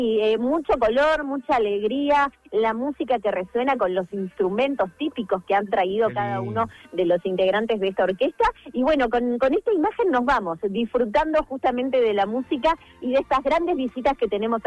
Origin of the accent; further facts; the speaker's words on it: Río Gallegos, Santa Cruz, Argentina; Cruceño de mis pagos, Río Galleguense.